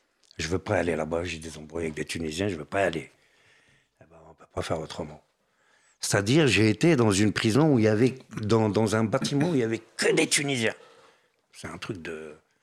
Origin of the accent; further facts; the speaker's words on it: France; Mais monsieur, vous êtes tunisien? Je dis non, je suis français.